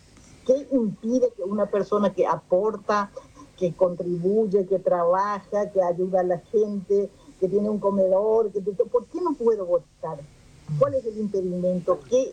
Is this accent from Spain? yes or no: no; Paraguay; moved away; yo soy paraguaya, hablo guaraní